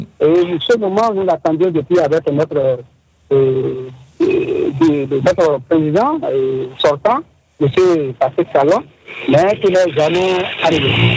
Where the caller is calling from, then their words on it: Kandi, Alibori, Benin; je suis à Kandy.